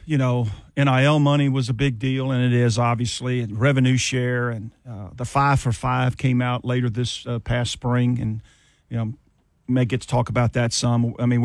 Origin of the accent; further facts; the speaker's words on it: Baton Rouge, Louisiana, United States; And I'm from Baton Rouge, you know. grew up in Baton Rouge, grew up a Tiger fan.